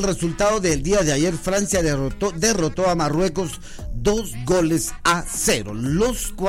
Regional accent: Uruguay; born there; Ya te dije, mi papá son argentinos y yo nací en Uruguay.

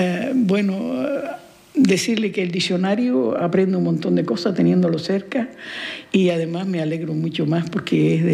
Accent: Fuerteventura, Canary Islands, Spain; yo soy de Majorera, de familias majoreras

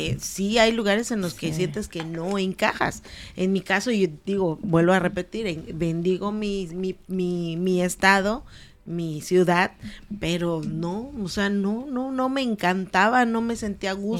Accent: Tuxtla Gutiérrez, Chiapas, Mexico; also born or lived in Puerto Vallarta, Mexico; Yo pues soy de Tuxtla Gutiérrez y a los 6-7 años me fui a vivir a Puerto Vallarta, Jalisco. De ahí, por cuestiones varias, nos regresamos a Tuxtla, pero yo sentía que ahí no era.

